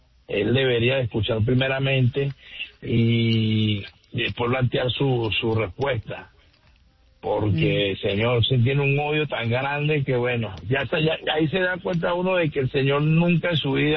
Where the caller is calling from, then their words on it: Utah, United States; Hola, buenos días, Andreina. ¿Cómo estás?